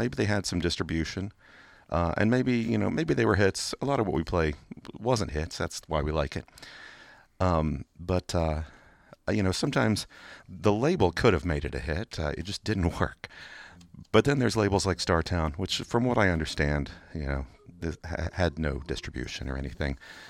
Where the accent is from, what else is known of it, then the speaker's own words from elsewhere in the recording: England, United Kingdom; now in Louisville, United States; I grew up in England. I learned to drive on roundabouts.